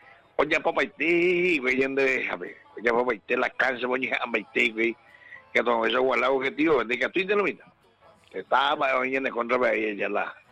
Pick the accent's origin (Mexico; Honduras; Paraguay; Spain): Paraguay